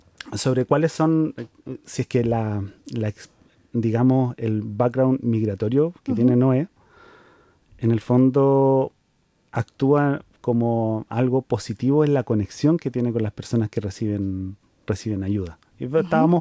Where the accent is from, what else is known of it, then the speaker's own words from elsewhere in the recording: Chile; yo vengo de Chile, la verdad no tengo información al respecto